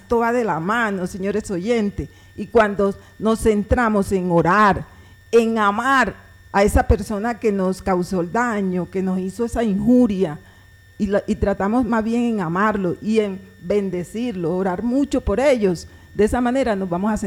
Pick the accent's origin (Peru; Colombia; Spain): Colombia; Urabá; Yo soy del Urabá